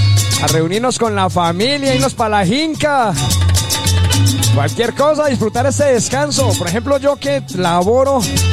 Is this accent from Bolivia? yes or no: no; Colombia; Así como todo colombiano somos